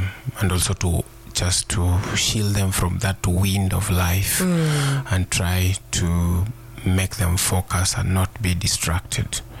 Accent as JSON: {"language": "English", "town": "Kitale", "region": "Trans-Nzoia County", "country": "Kenya", "tie": "born or raised there", "also_born_or_lived": "Nandi, Kenya", "said": "I was born in Nandi, a place called in Nandi. And I grew up in Kitale."}